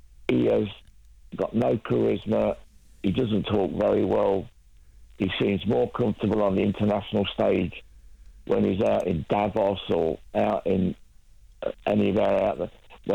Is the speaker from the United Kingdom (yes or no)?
yes; Peterborough, East of England, United Kingdom; I'm from Peterborough, Joel.